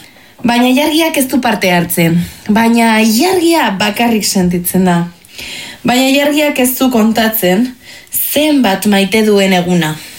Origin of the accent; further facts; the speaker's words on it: Bilbao, Basque Country, Spain; Ni Bilbotarra naiz, eta askotan ikusten dut eta entzuten ditut kantak hitz egiten dutena herri baten bati buruz.